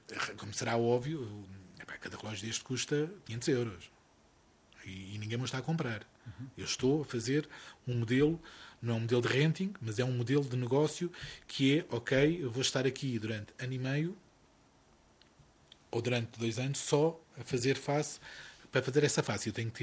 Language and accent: Portuguese; Fundão, Centro, Portugal; also born or lived in France; now in Covilhã, Portugal; sou do Fundão, somos da Beira Interior, estamos na Covilhã, que eu sou do Fundão, eu moro na Covilhã, mas pronto, as minhas raízes são todas do Fundão